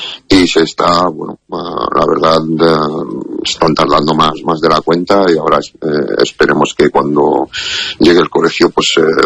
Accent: Ceuta, Spain; y nos lo estamos comiendo los ceutíes

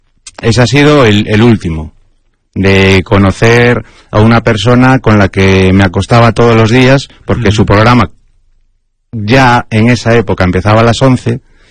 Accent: Vicedo, Galicia, Spain; sus vacaciones favoritas son estar en mi pueblo, en Vicedo.

